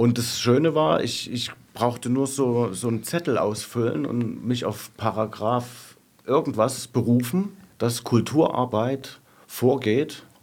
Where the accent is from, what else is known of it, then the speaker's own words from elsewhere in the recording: Saxony, Germany; Bin ja du kein Leutscher, ich komme aus Mitte.